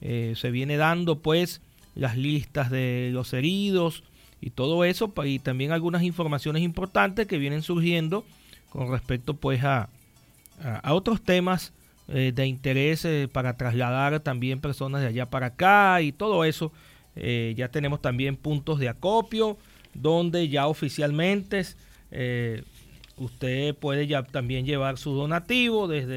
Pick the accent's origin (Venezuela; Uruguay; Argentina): Venezuela; porque somos venezolanos y no estamos acostumbrados a este tipo de actividades y este tipo de cosas acá en nuestro país.